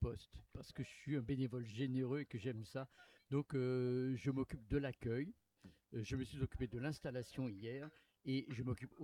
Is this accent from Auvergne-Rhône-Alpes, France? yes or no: no; Pau, Nouvelle-Aquitaine, France; also born or lived in Évreux; Je suis de l'agglomération paloise, à Pau.